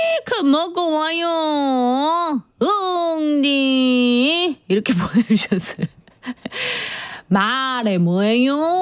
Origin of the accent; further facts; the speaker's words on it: Gimhae, South Gyeongsang, South Korea; 제 고향은 김해예요.